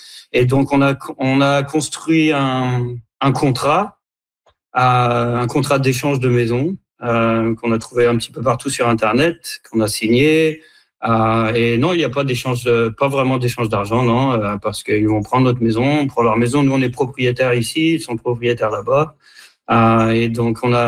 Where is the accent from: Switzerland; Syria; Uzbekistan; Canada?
Canada; moved away as an adult; now in France; on est Canadien, on vient habiter en France pendant un an.